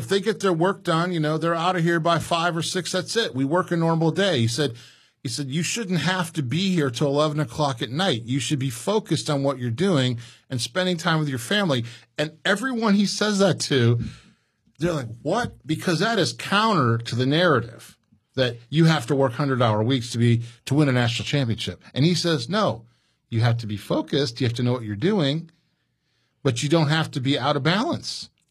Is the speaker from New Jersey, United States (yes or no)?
no; Chicago, Illinois, United States